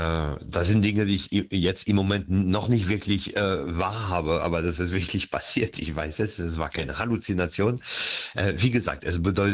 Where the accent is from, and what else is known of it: Paris, Île-de-France, France; born or raised there